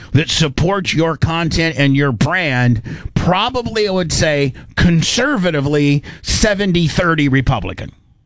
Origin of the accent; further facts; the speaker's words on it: Tennessee, United States; I'm a country guy. I'm from Tennessee.